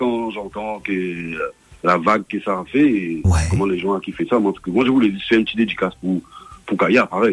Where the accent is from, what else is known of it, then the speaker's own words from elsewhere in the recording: Mauritius; Tu vois, je suis loin de chez moi, loin du cœur et Loin de mon pays, mais je vais pas arrêter la musique.